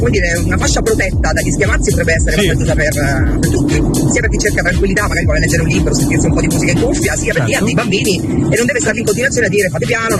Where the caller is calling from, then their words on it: Rome, Lazio, Italy; … da Roma